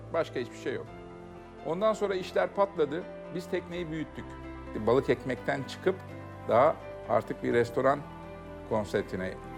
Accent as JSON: {"language": "Turkish", "region": "Istanbul", "country": "Turkey", "tie": "born or raised there", "said": "Çocukluğumuz Yeniköy'de geçti."}